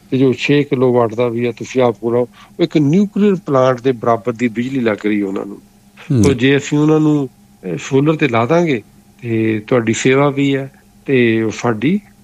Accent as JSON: {"language": "Punjabi", "town": "Jalandhar", "region": "Punjab", "country": "India", "tie": "born or raised there", "said": "ਤੇ ਮੇਰਾ ਪਿੰਡ ਜਲੰਧਰ ਲੱਗਿਆ ਸੀ, ਉੱਥੇ ਜਲੰਧਰ ਵਗੈਰਾ ਦੇ ਲਵਾ ਰਹੇ"}